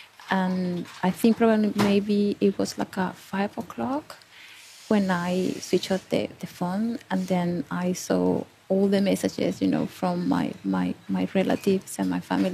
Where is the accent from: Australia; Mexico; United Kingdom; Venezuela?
Venezuela; Caracas, Capital District; moved away; I'm not from, you know, from the area, I'm from Caracas, but I'm from nearby.